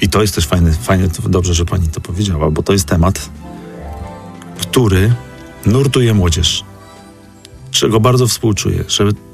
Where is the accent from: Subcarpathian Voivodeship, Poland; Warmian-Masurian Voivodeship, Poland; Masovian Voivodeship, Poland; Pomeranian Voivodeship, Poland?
Warmian-Masurian Voivodeship, Poland; moved away; pochodzę z Mazur, z Warmii i Mazur, nie? Z małego miasta.